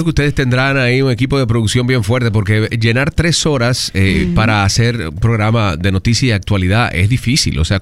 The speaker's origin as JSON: {"language": "Spanish", "country": "Dominican Republic", "said": "aquí somos dominicanos."}